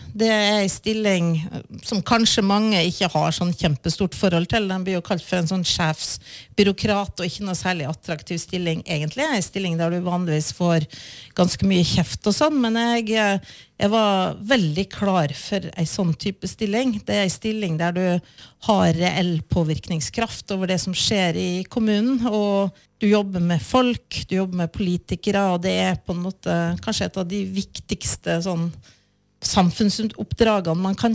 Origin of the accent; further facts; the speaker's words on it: Målselv, Troms, Norway; moved away as an adult; also born or lived in Bø i Telemark / Oslo; now in Nore og Uvdal, Norway; Jeg kommer jo fra Målselv kommune I Troms. Så jeg vokste opp med kalde vintre og mye mygg på sommeren. Vokste opp I en jakt- og fiskefamilie.